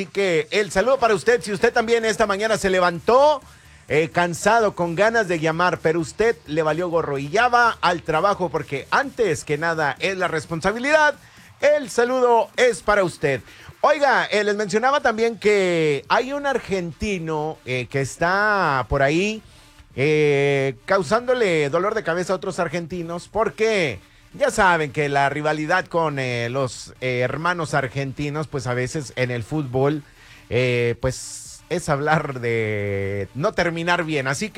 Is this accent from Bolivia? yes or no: no; Mexico; parado con nosotros los mexicanos. Y tiene toda la boca llena de razón. Si algo a veces nosotros como mexicanos